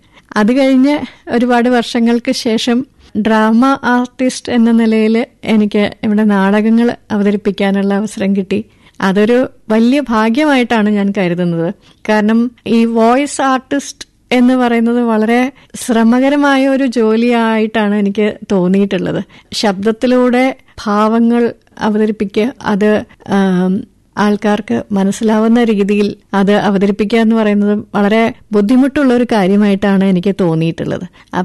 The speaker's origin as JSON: {"language": "Malayalam", "town": "Thiruvananthapuram", "region": "Kerala", "country": "India", "said": "എന്റെ വീട് തിരുവനന്തപുരത്താണ്. തിരുവനന്തപുരത്ത്."}